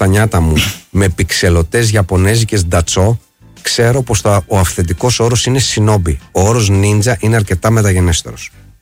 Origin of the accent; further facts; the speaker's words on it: Karditsa, Thessaly, Greece; πριν 20 χρόνια στο χωριό μου την Καρδίτσα γυρίζοντας από τα χωράφια?